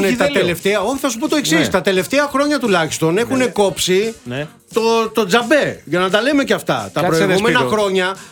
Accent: Molaoi, Peloponnese, Greece; Guilty as charged που λένε και στο χωριό μου στους Μολάους.

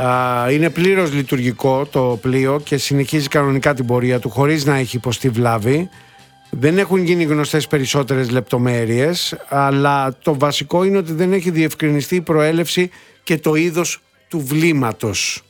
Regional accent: Mystras, Peloponnese, Greece; έχει και το όνομα εκεί του Μιστρά κάτω στα μέρη μου.

